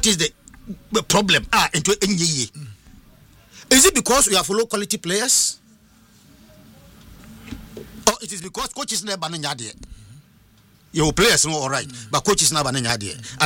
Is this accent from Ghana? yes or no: yes; Ghana; a team you soon as a Ghanaian, as a football person.